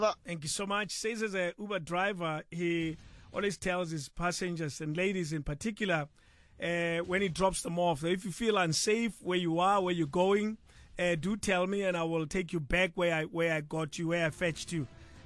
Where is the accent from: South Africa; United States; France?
South Africa; a South African man. It truly is. To be seen and say I'm from South Africa.